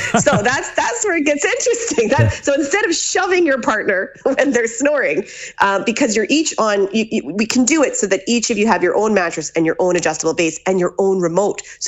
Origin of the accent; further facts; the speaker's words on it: Canada; now in Ballina, Ireland; So I'm from Canada. I'm married to a Ballina man. We live here in Ballina in County Mayo.